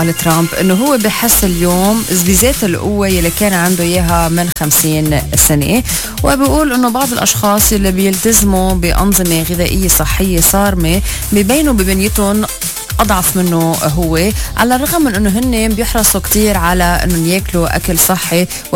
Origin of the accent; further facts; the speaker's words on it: Lebanon; احنا كلبنانيين